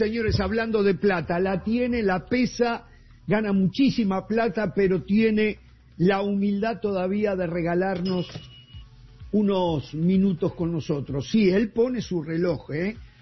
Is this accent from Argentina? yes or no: yes; Argentina; lo felicito como argentino, Pereira, lo felicito.